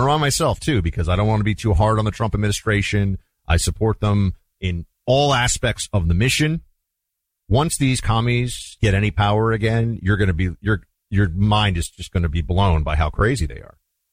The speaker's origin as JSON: {"language": "English", "town": "New York City", "region": "New York", "country": "United States", "tie": "born or raised there", "said": "This is a Democrat who could very well win a congressional seat in New York City, my hometown."}